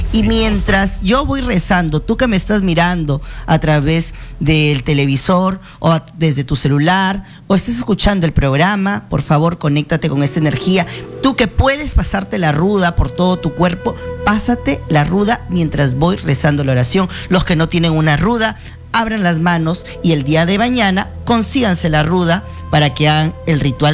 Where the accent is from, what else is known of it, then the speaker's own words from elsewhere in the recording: Chiclayo, Lambayeque, Peru; mi tierra linda, Chiclayo